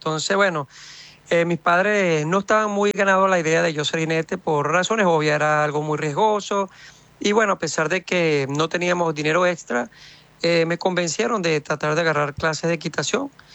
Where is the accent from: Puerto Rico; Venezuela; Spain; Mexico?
Venezuela; moved away; mi carrera comenzó en mi tierra natal, Venezuela, cuando yo era muy joven. Yo tenía aproximadamente 13 años de edad